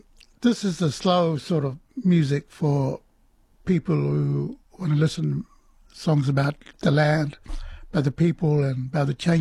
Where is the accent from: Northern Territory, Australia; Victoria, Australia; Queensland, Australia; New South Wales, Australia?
Northern Territory, Australia; Alice Springs; born or raised there